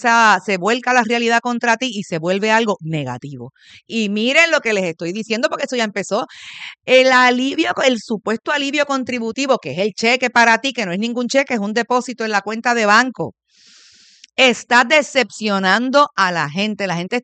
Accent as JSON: {"language": "Spanish", "country": "Puerto Rico"}